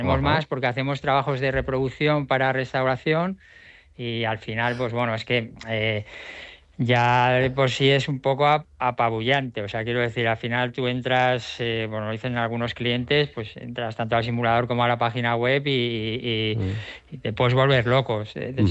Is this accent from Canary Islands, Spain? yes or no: no; Pinoso, Valencian Community, Spain; also born or lived in Alicante; Alicante, nací en Alicante, pero Pinoso ha sido como yo pasé mi infancia, que tengo unos recuerdos increíbles, hasta los 11, 12 años en Rodriguillo, Pinoso, una aldeíta de Pinoso.